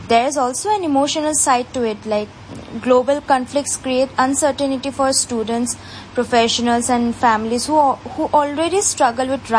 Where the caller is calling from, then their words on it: India; I'm speaking from India.